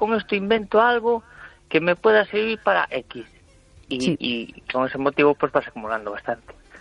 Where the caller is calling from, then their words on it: Ferrol, Galicia, Spain; de Ferrol.